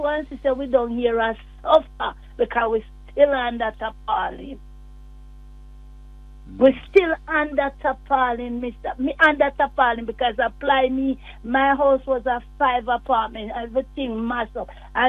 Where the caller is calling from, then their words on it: Westmoreland, Jamaica; I'm calling from Westmoreland.